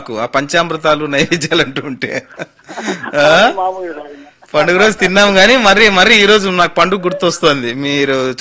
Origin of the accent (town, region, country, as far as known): Chennampalli, Andhra Pradesh, India; born or raised there